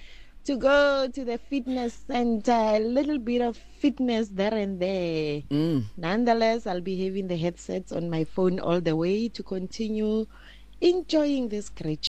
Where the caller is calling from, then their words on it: Phalaborwa, Limpopo, South Africa; from Palabora Limpopo